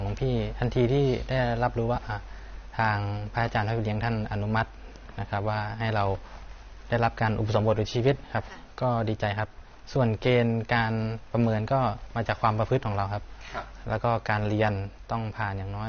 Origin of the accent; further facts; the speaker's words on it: Chiang Mai, Thailand; ครับผมเพราะบ้านอยู่เชียงใหม่ครับมันไกลกันมาก